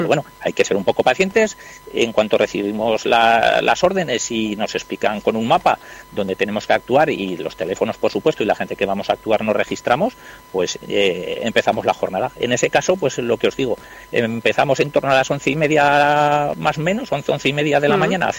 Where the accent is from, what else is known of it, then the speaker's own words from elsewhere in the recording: Huesca, Aragon, Spain; soy de Huesca